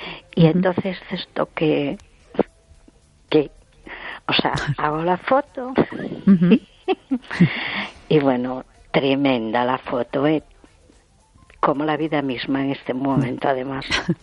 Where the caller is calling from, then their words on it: A Coruña, Galicia, Spain; Hola, soy … de Coruña.